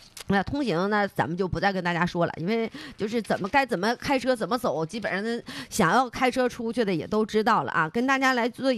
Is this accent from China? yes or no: yes; China; 其实我们中国人还是挺皮实的